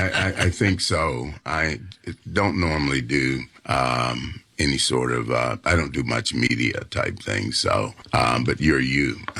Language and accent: English; Savannah, Georgia, United States; Well, I was born in Pinpoint, but most of my growing up, I've been fortunate.